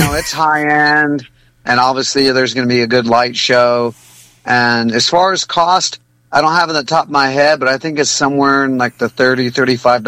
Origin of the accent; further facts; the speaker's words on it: New Mexico, United States; now in Bay Area, United States; I'm originally from New Mexico, and I got tons of family, friends, old metal musicians that still play over there